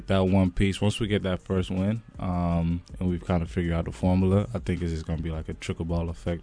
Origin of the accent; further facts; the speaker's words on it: Perth, Western Australia, Australia; moved away; also born or lived in Melbourne; No, I grew up in Perth, but my family's in Melbourne. I spent some brief time in Melbourne before I went to the States.